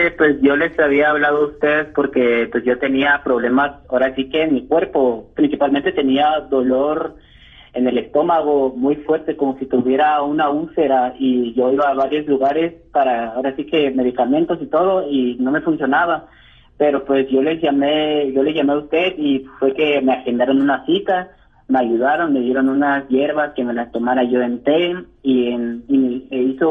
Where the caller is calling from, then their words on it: Fort Worth, Texas, United States; yo soy de Fort Worth.